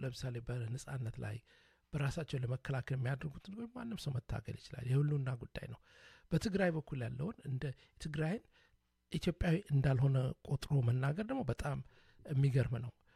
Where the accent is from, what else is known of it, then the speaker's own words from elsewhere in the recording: Dire Dawa, Ethiopia; now in Vancouver, Canada; በተለይ በኢትዮጵያ ውስጥ ያው ድሬዳዋ ነው ያደኩት ያደኩት ረመዳኑን ኢዱንም አብረን አክብረን ጥምቀቱንም ሁሉን አብረን